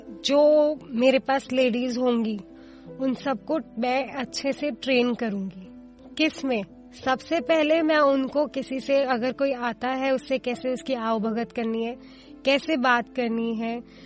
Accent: Delhi, India; मैं दिल्ली की ही रहने वाली हूँ।

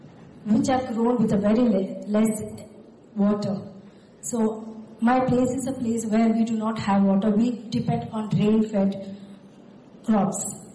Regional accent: Andhra Pradesh, India; from Andhra Pradesh. I am a coordinator and a small gist I would like to tell about my center. My center is on the fence of a forest called Kaundinya, which runs across Chittoor district.

